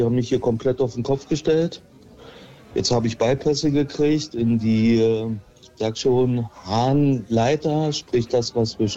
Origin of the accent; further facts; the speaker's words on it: East Germany, Germany; ich bin ja in Lippen groß geworden, ja. Damals im Osten, Maueröffnung Berlin, alles mitgemacht, Millennium Berlin mitgemacht.